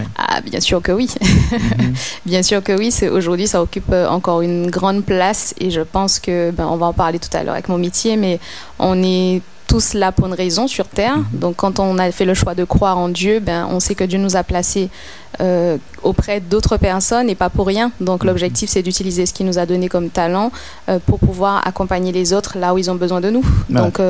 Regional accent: Baillif, Guadeloupe; moved away as an adult; also born or lived in Vieux-Habitants; now in Bordeaux, France; J'ai fait ma scolarité donc sur la Basse-Terre, donc primaire à l'école La Persévérance de Baïf, le collège à Basse-Terre, le lycée aussi. À Rivière-des-Pères, et puis ensuite je suis partie pour les études sur Bordeaux.

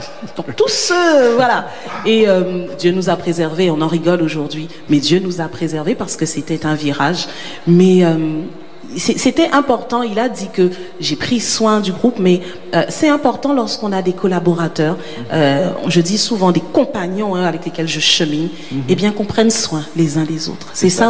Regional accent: Guadeloupe; also born or lived in Martinique / England / Paris; chez nous en Guadeloupe

